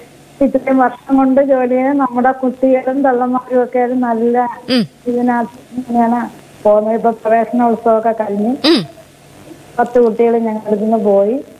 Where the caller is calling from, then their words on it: Kerala, India; Karikode.